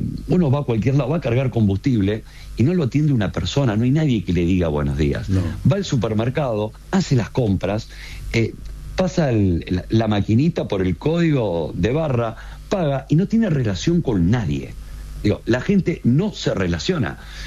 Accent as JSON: {"language": "Spanish", "country": "Argentina", "said": "cómo somos los argentinos, en este caso con el fútbol"}